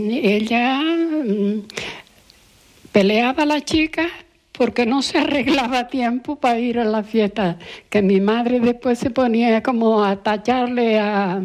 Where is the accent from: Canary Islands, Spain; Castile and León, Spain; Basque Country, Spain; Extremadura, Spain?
Canary Islands, Spain; Fuencaliente; born there; El barrio de las Indias, que es donde yo nací, mi familia.